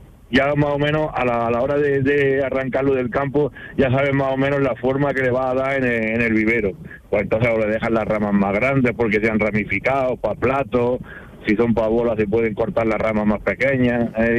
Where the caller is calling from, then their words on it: Mengíbar, Andalusia, Spain; yo vivo en Jaén, vivo en un pueblo en Mengíbar.